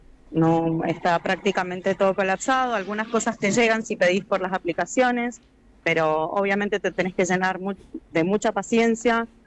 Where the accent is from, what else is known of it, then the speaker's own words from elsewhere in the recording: Argentina; moved away as an adult; now in Chile; Han sido semanas difíciles para un argentino acá en Chile.